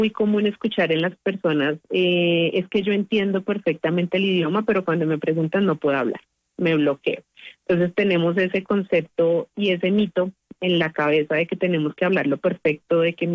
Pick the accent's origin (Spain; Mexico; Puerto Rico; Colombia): Colombia; y claramente nosotros como colombianos vamos a manejar un acento, incluso dentro de las regiones de nuestro país